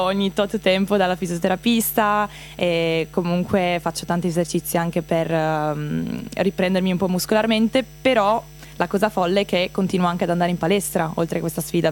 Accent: Trieste, Friuli-Venezia Giulia, Italy; born there; Sì, è un cognome croato, ho i genitori croati, ma io sono nata qua a Trieste e alla fine purtroppo non so il croato, non me l'hanno insegnato, è veramente un grande peccato.

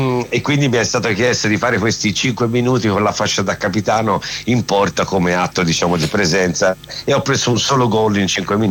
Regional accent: Florence, Tuscany, Italy; io sono fiorentino, qui c'è l'ospedale pediatrico che si chiama Meyer, sì.

